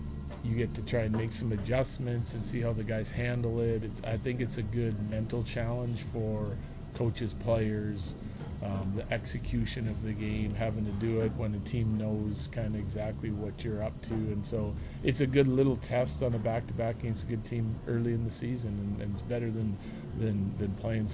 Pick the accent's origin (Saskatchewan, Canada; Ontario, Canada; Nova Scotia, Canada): Saskatchewan, Canada; We're both from Saskatchewan and playing junior and minor hockey against each other